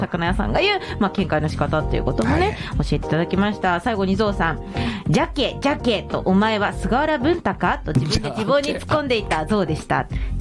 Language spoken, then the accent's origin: Japanese; Nagasaki, Japan; そして私の地元長崎、うん、なので、まあ、私は確かね、長崎出身でしたので、